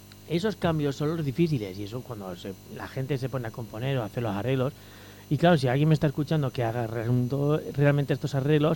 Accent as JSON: {"language": "Spanish", "area": "Churriana", "region": "Andalusia", "country": "Spain", "tie": "born or raised there", "said": "soy mi churriego de pura cepa."}